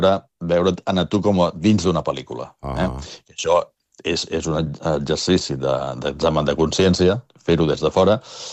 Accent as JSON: {"language": "Catalan", "town": "Barcelona", "region": "Catalonia", "country": "Spain", "said": "jo soc barceloní, dic por, no dic por."}